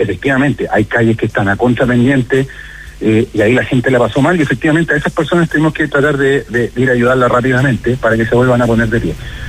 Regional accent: Chuquicamata, Antofagasta, Chile; yo soy nacido y criado en Chuquicamata

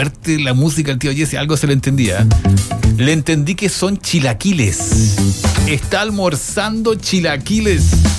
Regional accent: Chile; los chilenos no comemos tanto picante como ustedes los mexicanos

